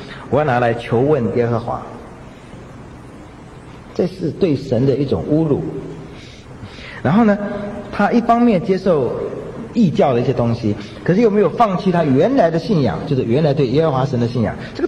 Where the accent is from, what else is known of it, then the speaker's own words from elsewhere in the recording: China; 那么对我们中国人来讲，特别是值得我们提醒的，因为我们中国人的民族性是喜欢混杂的。